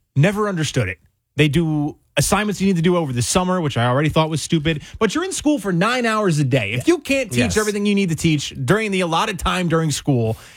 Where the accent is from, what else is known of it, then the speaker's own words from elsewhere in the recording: Mount Holly, New Jersey, United States; I'm from Mount Holly, so I thought I had a fellow Mount Holly resident on the line.